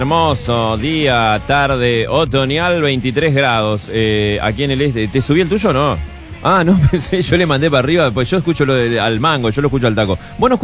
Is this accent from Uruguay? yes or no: yes; Uruguay; Como cualquier uruguayo de bien.